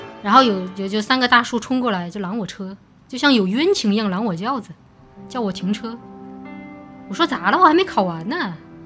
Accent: China; 我们中国人嘛，你知道的，就讲究一个来都来了。

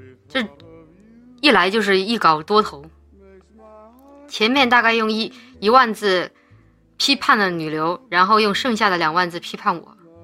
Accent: Chongqing, China; now in Shanghai, China; 我在上海就经常吃了一些火锅，觉得很想让上海人民体会一下我们家乡正宗的重庆火锅

